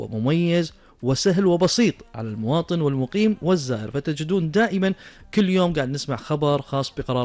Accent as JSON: {"language": "Arabic", "country": "Kuwait", "said": "وحفظ الله بلدنا الكويت اللي تستحق منا الكثير والكثير"}